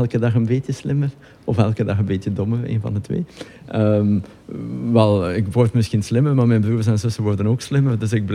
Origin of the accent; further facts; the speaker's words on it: Flanders, Belgium; born there; West-Vlaming, wel, geboren in Oost-Vlaanderen, gewoond in West-Vlaanderen.